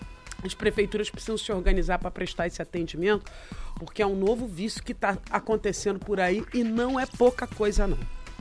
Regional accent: Baixada Santista, São Paulo, Brazil; Eu conheço aquela região, que eu sou da Baixada Santista.

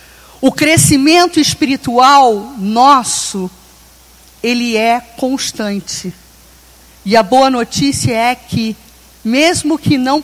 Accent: Brazil; E somos brasileiros e somos espíritas.

